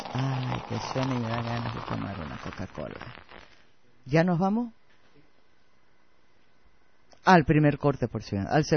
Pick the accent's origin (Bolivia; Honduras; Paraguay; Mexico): Bolivia; Santa Cruz; los cambas tenemos una forma diferente de pensar o de actuar.